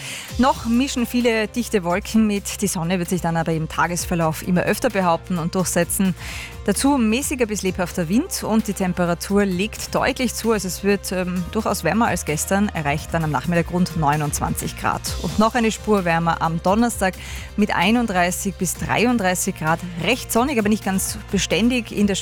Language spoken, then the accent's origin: German; Austria; vor allem Jugendwort wird ja erst bei uns in Österreich ab Oktober dann die Wahl sein.